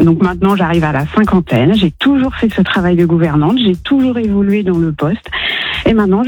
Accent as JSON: {"language": "French", "region": "Pays de la Loire", "country": "France", "said": "Et puis, comme je suis originaire de Vendée, là, beaucoup de gens vont me reconnaître."}